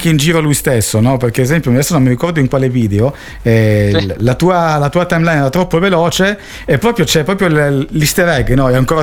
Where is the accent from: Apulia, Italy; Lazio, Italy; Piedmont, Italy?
Piedmont, Italy; Turin; noi che siamo di Torino